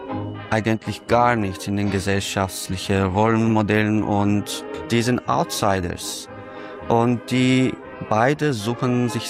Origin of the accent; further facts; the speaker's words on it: Ankara, Turkey; German is a second language; moved away as an adult; also born or lived in Istanbul; now in Berlin, Germany; Ich komme aus Ankara. Und dann Raif reist nach Berlin. Und ich bin auch in Berlin seit 14 Jahren.